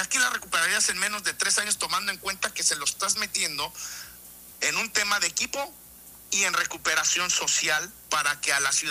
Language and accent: Spanish; Michoacán, Mexico; somos michoacanos en los cuales pertenecemos a nuestro Estado